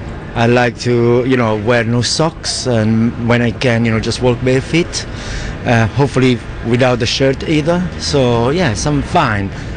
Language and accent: English; Naples, Campania, Italy; now in London, United Kingdom; I'm originally from Italy. I'm used to this weather, even though in Naples is getting warmer and warmer.